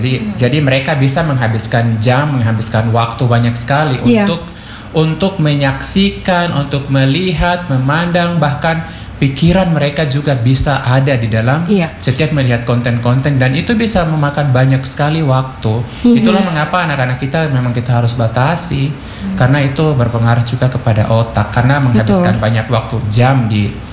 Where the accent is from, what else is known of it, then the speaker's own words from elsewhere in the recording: Biak, Papua, Indonesia; first language Biak; Indonesian is a second language; Jadi saya pakai bahasa Indonesia daripada bahasa saya dari Biak itu lebih tidak mengerti lagi.